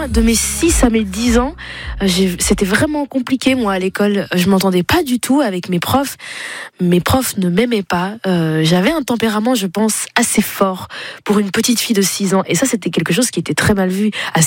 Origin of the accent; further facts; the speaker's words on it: Flanders, Belgium; en plus moi j'ai grandi en Flandre, donc la partie flamande de la Belgique.